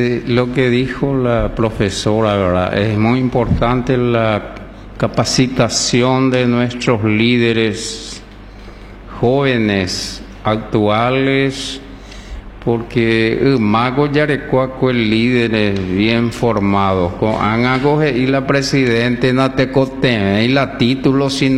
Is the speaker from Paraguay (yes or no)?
yes; Horqueta, Concepción, Paraguay; Yo soy paraguayo 100%, pero 1000% orqueteño y vengo como orqueteño